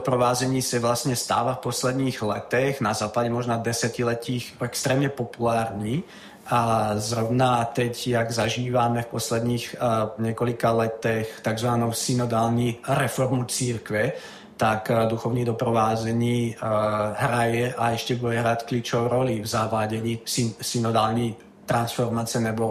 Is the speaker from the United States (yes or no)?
no; Trenčín, Trenčín Region, Slovakia; moved away; já jsem tedy z Trenčína původem, což je vlastně město, kde byla od v podstatě konce druhé světové války umístěna armáda.